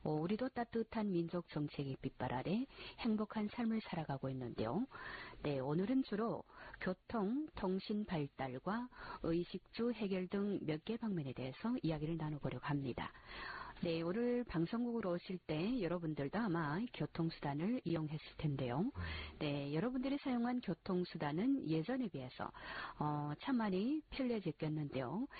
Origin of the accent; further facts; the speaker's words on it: China; 우리 중국 국민으로 살고 있는 데 대해서